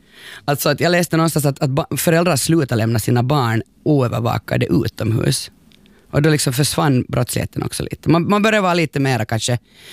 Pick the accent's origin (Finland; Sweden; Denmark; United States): Finland; vi är ju finlandssvenskar med Janne